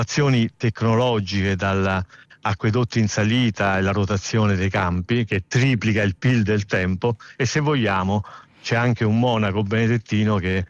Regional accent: Alvito, Lazio, Italy; nel mio paese, ad Alvito, a chiudere la serata.

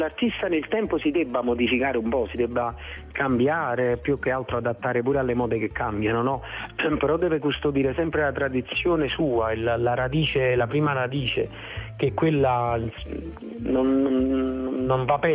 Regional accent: Campania, Italy; born there; Io sicuramente sono nato in un posto meraviglioso che è, insomma, è la Campania, no?

